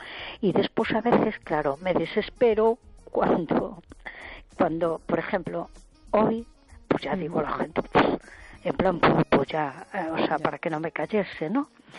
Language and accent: Spanish; A Coruña, Galicia, Spain